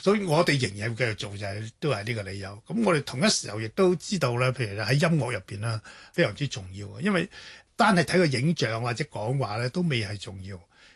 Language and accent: Cantonese; China; 就算走嘅時候咧，我哋中國人傳統都話壽終正寢。